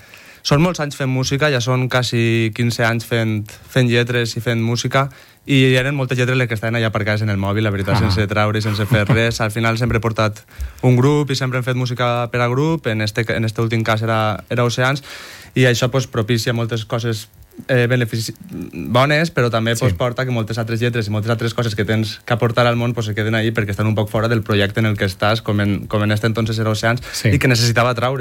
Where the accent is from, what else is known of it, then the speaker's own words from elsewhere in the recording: Alcàsser, Valencian Community, Spain; born there; now in Xeraco, Spain; Alcàsser, soc però Alcàsser. Allà... Sí, ja pràcticament quan pregunten ja puc dir pràcticament que soc de Xeraco.